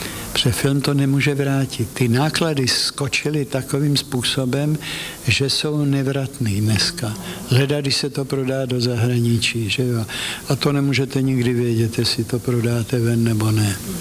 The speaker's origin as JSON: {"language": "Czech", "town": "Brno", "region": "South Moravian Region", "country": "Czechia", "tie": "born or raised there", "also_born_or_lived": "Hradec Králové", "moved": "as an adult", "lives_now": "Prague, Czechia", "said": "v Brně jsem vyrost, ovšem to bylo tak malý město, že bych tam film neexistoval"}